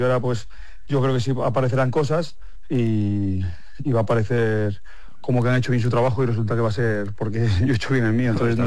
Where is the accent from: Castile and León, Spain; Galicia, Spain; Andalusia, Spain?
Castile and León, Spain; Valladolid; moved away; todos los que somos pucelanos